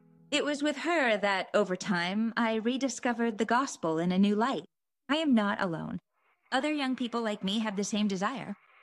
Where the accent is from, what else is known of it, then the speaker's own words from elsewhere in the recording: Cicello, northern Italy, Italy; Cicello is my hometown, a little corner in northern Italy where the sea is just a step away and the mountains are right at home.